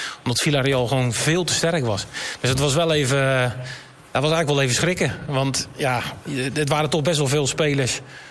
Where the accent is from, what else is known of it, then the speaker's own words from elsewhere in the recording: Netherlands; genoten wij als Nederlander.